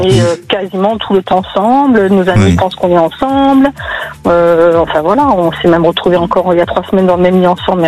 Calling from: Montpellier, Occitanie, France

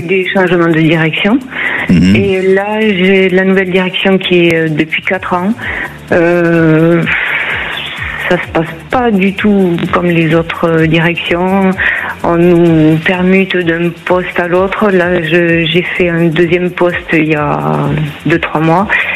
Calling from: Occitanie, France; Je vous appelle de l'Occitanie.

